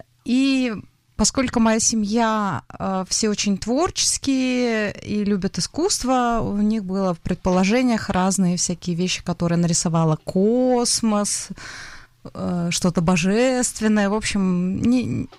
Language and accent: Russian; Novokuznetsk, Kemerovo Oblast, Russia; born there; Я родилась в Сибири. В городе Новокузнецке.